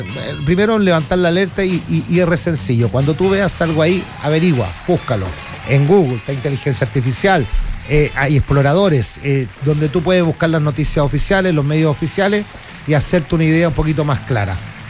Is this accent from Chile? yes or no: yes; Chile; Yo lo digo como chileno, ¿no? Amante de mi patria.